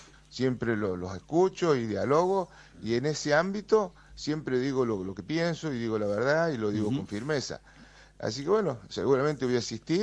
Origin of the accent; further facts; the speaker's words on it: San Luis, Argentina; Yo vengo de la provincia de San Luis, donde siempre se gobernó con equilibrio fiscal